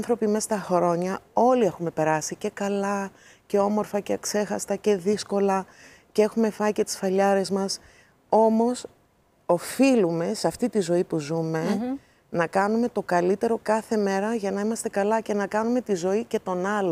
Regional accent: Greece; born there; Greek is a second language; είμαι από άλλη χώρα και μεγαλώνοντας στην Ελλάδα, που δεν μιλούσα καλά ελληνικά

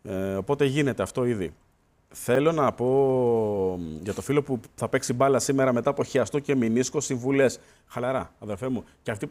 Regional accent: Tripoli, Peloponnese, Greece; είμαι από Τρίπολη, είμαι κολοκοτρόνα.

